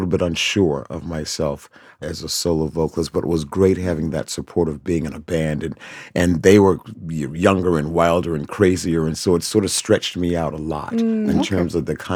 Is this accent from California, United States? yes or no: no; North Carolina, United States; born there; Well, I was born in North Carolina, and the first voice I ever heard was probably my mom's booming alto gospel voice